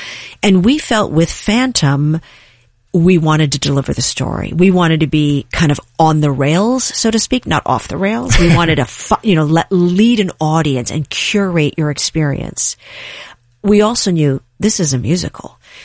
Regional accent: New York, United States; And I grew up in New York in the 70s.

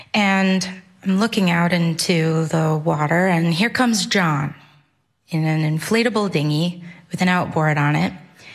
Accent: Maine, United States; First time I ever thought to go swimming in January because I'm from Maine.

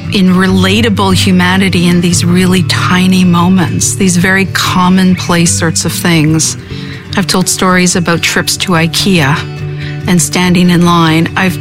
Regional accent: Montreal, Quebec, Canada; I'm from Montreal, Canada, and I'm a writer and a storyteller

